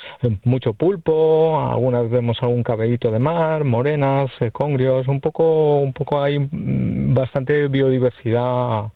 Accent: Formentera, Balearic Islands, Spain; born there; Bueno, yo nací en Formentera, ¿vale? Que es, bueno, la isla donde estáis ahora, en el Mediterráneo.

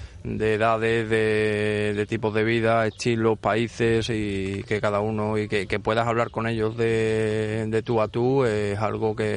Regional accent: Seville, Andalusia, Spain; moved away as an adult; now in Formentera, Spain; soy sevillano, pero yo... Sí, y llevo aquí en Formentera ya unos 10 años.

